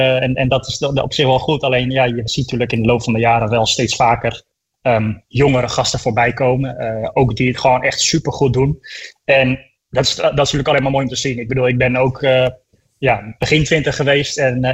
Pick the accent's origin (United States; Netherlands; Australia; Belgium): Netherlands; Almere, Flevoland; deze race hier in Almere natuurlijk. Ik bedoel, ik ben geboren in het Flevo ziekenhuis, een paar 100 meter van start en de finish vandaan, zeg maar.